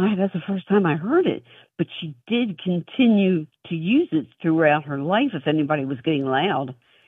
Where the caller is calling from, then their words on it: Fort Lauderdale, Florida, United States; I'm calling you from Fort Lauderdale, Florida.